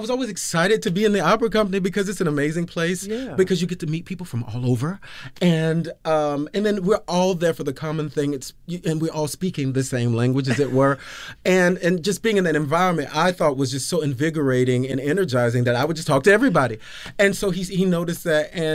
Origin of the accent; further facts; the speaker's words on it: Georgia, United States; Okay, so I'm from Georgia. I had always been a musician.